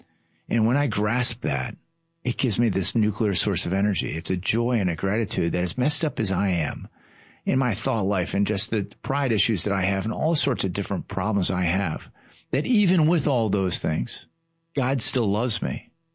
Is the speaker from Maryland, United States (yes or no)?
yes; Baltimore, Maryland, United States; So I grew up in Baltimore, which is indeed south of the Mason-Dixon line. But maybe I think it's easier for people from Baltimore to be humble when our really what we are is we're Baltimoreans.